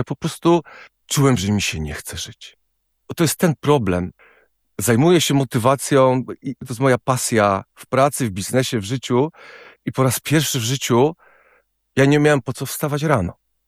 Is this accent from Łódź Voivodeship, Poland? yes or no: yes; Sieradz, Łódź Voivodeship, Poland; w Sieradzu mieszkam od urodzenia, tak? Także za moment będzie na 49 lat, jak mieszkam w Sieradzu.